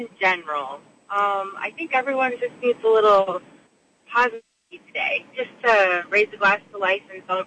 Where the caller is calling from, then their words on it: Kalamazoo, Michigan, United States; I'm calling from Kalamazoo.